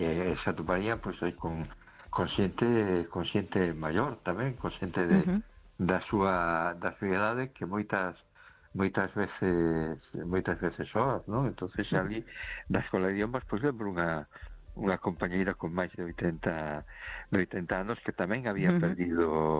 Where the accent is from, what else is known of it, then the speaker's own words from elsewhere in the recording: A Coruña, Galicia, Spain; Hola, buenas noches … de Coruña.